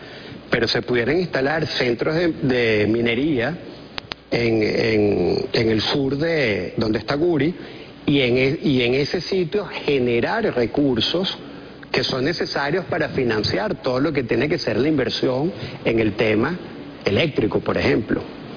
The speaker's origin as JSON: {"language": "Spanish", "country": "Venezuela", "said": "En Venezuela tenemos la quinta reserva mundial de torio"}